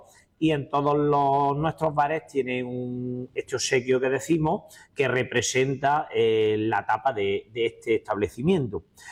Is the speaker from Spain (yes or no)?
yes; Linares, Andalusia, Spain; nosotros somos una ciudad muy de tapeo